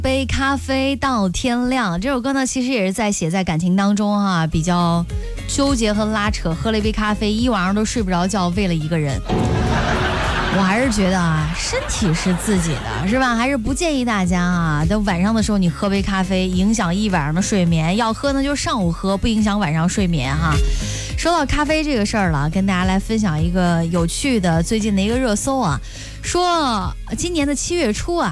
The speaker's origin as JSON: {"language": "Chinese", "region": "Henan", "country": "China", "said": "这我们河南人早都在玩这个两叉了。"}